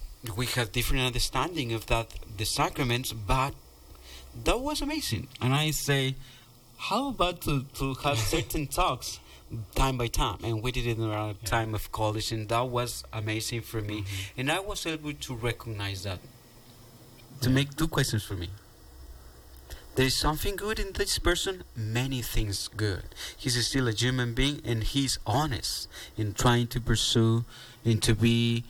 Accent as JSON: {"language": "English", "town": "Tepatitlán", "region": "Jalisco", "country": "Mexico", "tie": "born or raised there", "second_language": "English", "moved": "yes", "said": "I was born and raised in Tepatitlan, Jalisco, Mexico. In Mexico, that lands are lands of martyrs, mm-hmm. many martyrs in there. And our faith is very religious."}